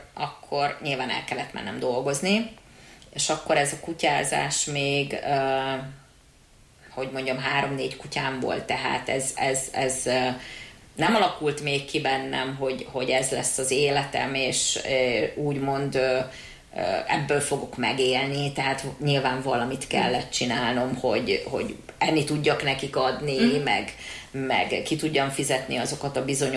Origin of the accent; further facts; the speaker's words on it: Budapest, Hungary; born there; also born or lived in Szigetszentmiklós; tehát én Budapesten születtem, én ott is a Sziget-Szent Miklóson is éltem